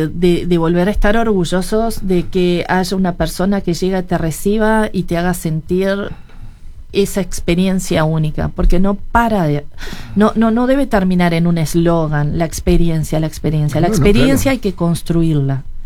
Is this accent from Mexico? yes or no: no; Uruguay; nosotros también como uruguayos